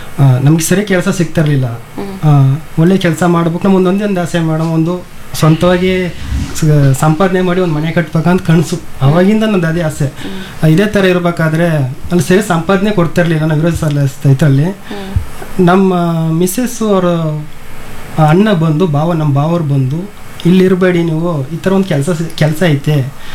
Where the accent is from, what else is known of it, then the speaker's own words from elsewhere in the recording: Mysore, Karnataka, India; moved away; ನಮ್ದು ಮೈಸೂರು ಮೇಡಮ್.